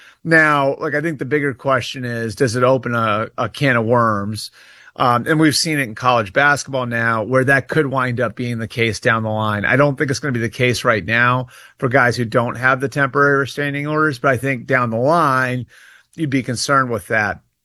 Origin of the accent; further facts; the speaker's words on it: Northeast, United States; I'm from the Northeast